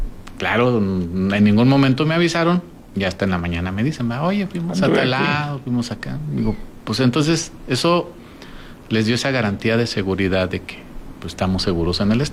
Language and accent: Spanish; Durango, Mexico; como somos los duranguenses